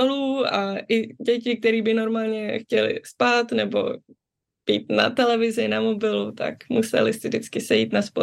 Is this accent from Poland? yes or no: no; Germany; takže docela jsem ráda, že jsem vyrůstala v Německu.